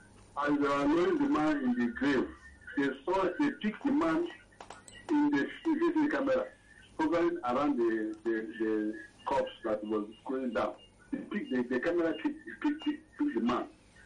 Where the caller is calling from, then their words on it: Lagos, Nigeria; I'm calling from Ipaja.